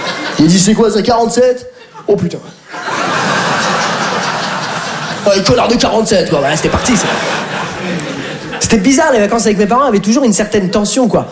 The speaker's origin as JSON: {"language": "French", "country": "France", "said": "Je dis, mais papa, mais on est de France."}